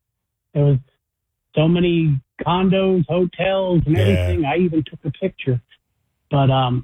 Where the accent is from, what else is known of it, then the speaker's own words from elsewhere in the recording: Pennsylvania, United States; now in Northeast Ohio, United States; I'm from Pennsylvania down there originally.